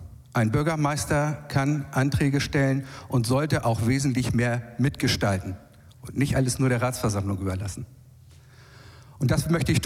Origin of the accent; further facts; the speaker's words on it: Heide, Schleswig-Holstein, Germany; was 100% Heide für mich ist. Das ist meine Bereitschaft, jeden Tag mit voller Kraft. Das ist meine Heimat. Ich bin hier verwurzelt. Ich habe hier in diesen Räumen gelebt.